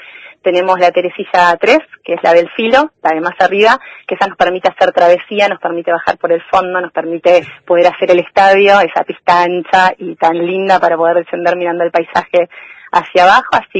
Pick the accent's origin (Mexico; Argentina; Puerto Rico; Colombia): Argentina; Esquel, Chubut; para los que somos de Esquel